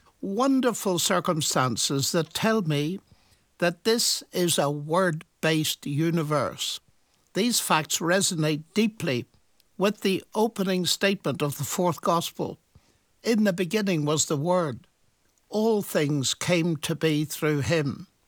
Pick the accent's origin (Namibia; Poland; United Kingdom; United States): United Kingdom; Armagh, Northern Ireland; my hometown, Armagh.